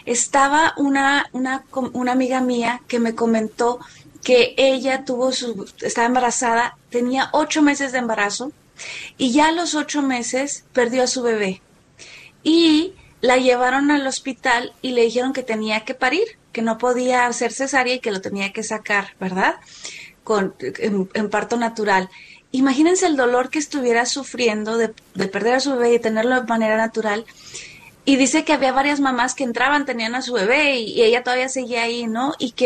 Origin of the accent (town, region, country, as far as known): Mexico City, Mexico; born or raised there